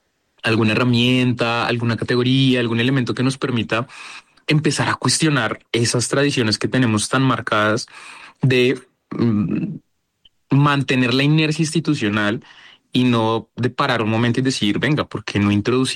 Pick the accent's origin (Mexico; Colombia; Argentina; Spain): Colombia